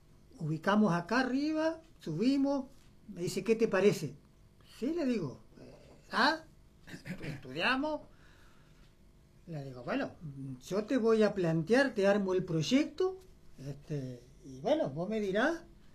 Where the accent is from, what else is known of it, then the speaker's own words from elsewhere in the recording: Paraná, Entre Ríos, Argentina; nacido acá en Paraná.